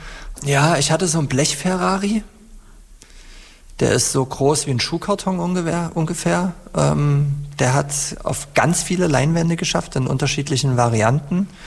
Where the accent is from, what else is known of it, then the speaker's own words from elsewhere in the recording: Germany; mit meinen eigenen persönlichen Erinnerungen an meine Kindheit in der DDR und an meine Jugend im wiedervereinigten Deutschland.